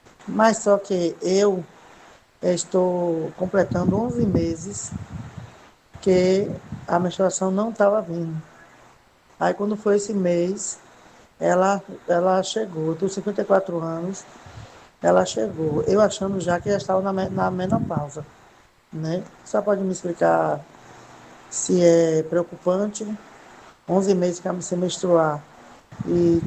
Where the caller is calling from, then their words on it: Candeias, Bahia, Brazil; eu sou de Candeias